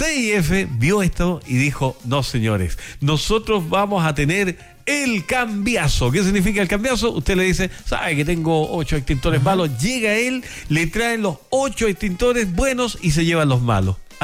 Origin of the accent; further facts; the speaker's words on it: Chile; yo soy chileno, por chileno